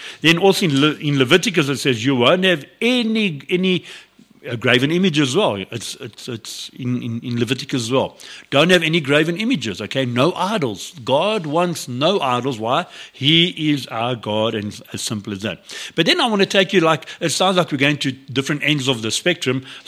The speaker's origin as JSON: {"language": "English", "town": "Alberton", "region": "Gauteng", "country": "South Africa", "tie": "born there", "said": "I come from Alberton."}